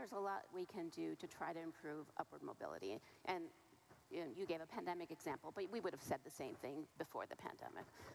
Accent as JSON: {"language": "English", "country": "Canada", "said": "I am too Canadian."}